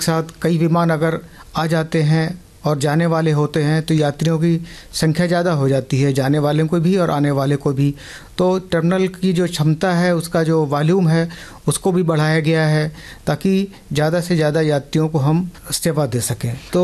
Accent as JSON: {"language": "Hindi", "town": "Varanasi", "region": "Uttar Pradesh", "country": "India", "moved": "yes", "lives_now": "Ranchi, India", "said": "मैं वाराणसी उत्तर प्रदेश का रहने वाला हूं"}